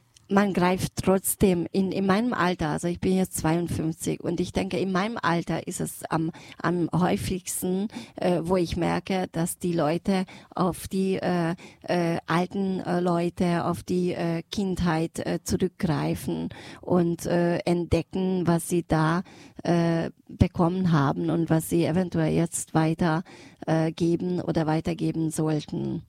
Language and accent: German; Pilisszentiván, Pest, Hungary; ich bin in Pilisantiva aufgewachsen